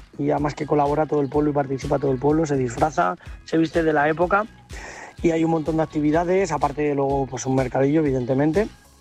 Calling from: Collado Villalba, Community of Madrid, Spain; ¿Qué tal? … de Talles Layan, en Collado Villalba

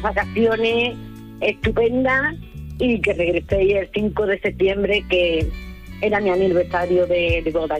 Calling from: Seville, Andalusia, Spain

